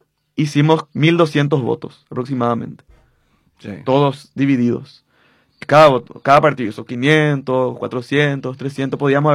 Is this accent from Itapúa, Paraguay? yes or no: no; Areguá, Central, Paraguay; Pensamos como aregüeños y vivimos como aregüeños.